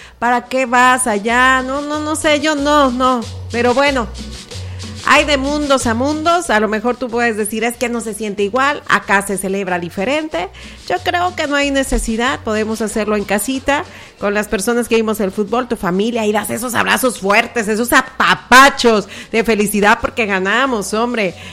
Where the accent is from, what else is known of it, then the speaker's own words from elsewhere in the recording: Mexico; ella no nos representa como mexicanos, ¿sale?